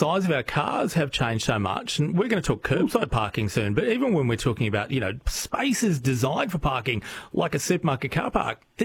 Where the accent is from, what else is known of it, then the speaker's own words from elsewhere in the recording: Australia; being Aussie, we're not afraid of sharing that opinion, even occasionally with random strangers